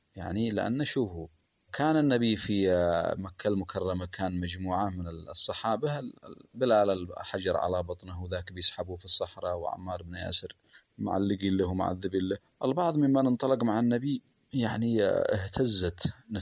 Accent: Yemen; نحن كشعب يمني لا نيأس أبدا

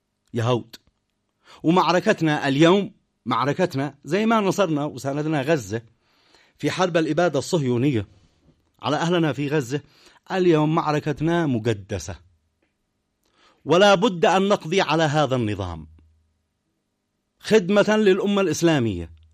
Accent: Yemen; على بلادنا اليمن

